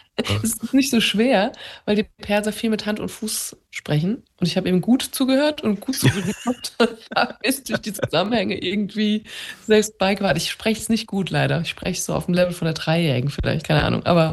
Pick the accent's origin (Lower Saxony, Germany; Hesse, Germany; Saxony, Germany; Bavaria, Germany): Hesse, Germany; born there; also born or lived in Isfahan, Iran